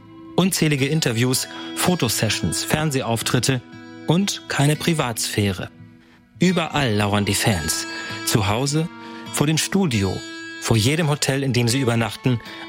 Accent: Bredstedt, Schleswig-Holstein, Germany; auf der Realschule in meiner Heimatstadt Bredstedt in Nordfriesland

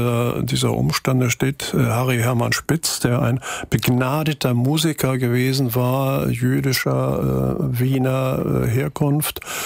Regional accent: Hanover, Lower Saxony, Germany; born or raised there

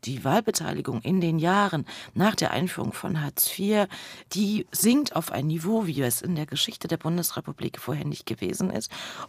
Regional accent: Leipzig, Saxony, Germany; Ich komme aus Leipzig, war 89 mit meiner Mutter auf der Straße.

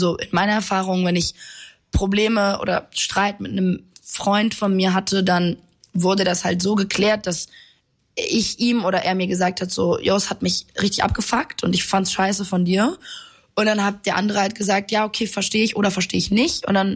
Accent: Italy; born or raised there

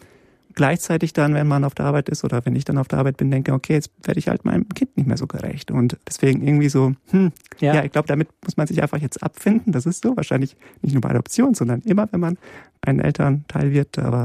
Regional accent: Poland; born there; Also vor allem auch wegen meiner Herkunft. Ich bin in Polen geboren worden

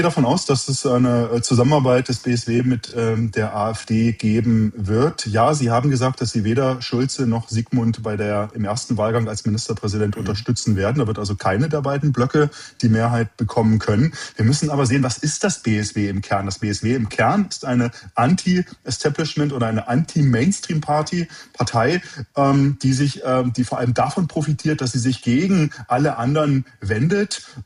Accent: East Germany, Germany; selbst als Ostdeutscher

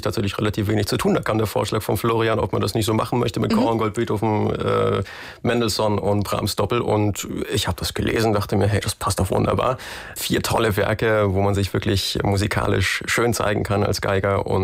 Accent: Bavaria, Germany; Als Bayer ist man dann natürlich ein bisschen automatisch an Natur gebunden mit den Alpen vor der Haustür.

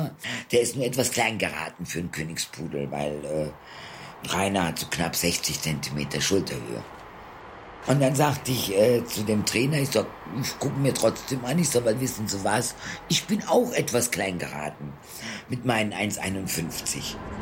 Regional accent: Karlsruhe, Baden-Württemberg, Germany; also born or lived in Bilbao, Spain; now in Cologne, Germany; Ich bin nach Köln gezogen wegen der Liebe. Aber aufgewachsen bin ich in Karlsruhe. Mein großer Bruder und ich, wir sind beide in Bilbao geboren. Wir sind am 30. August 1962 nach Deutschland.

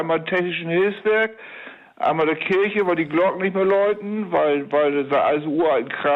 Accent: Bremerhaven, Bremen, Germany; now in Nordenham, Germany; ich bin in Bremerhaven groß geworden

